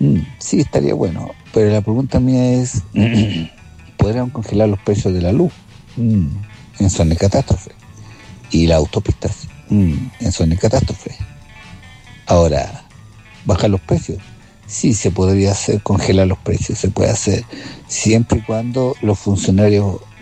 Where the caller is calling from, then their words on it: Calama, Antofagasta, Chile; Buenos días, César, desde Calama.